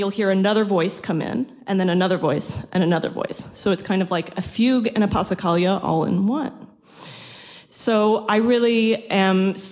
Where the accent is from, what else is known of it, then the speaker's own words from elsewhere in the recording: Reston, Virginia, United States; I am originally from Reston, Virginia.